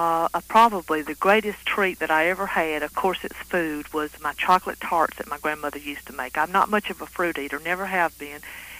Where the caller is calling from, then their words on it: Alabama, United States; I'm from South Alabama.